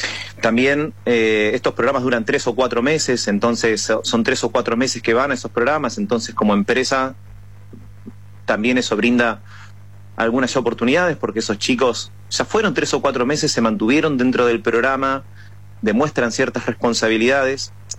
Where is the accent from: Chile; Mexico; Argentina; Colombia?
Argentina; Coronel Suárez, Buenos Aires Province; now in Buenos Aires, Argentina